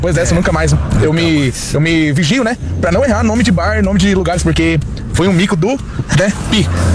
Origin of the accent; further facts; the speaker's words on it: Foz do Iguaçu, Paraná, Brazil; sou de Foz do Iguaçu, sou cantor.